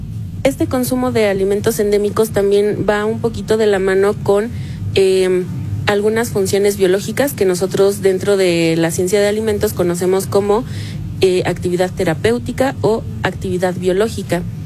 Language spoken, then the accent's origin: Spanish; Mexico; Nosotros como mexicanos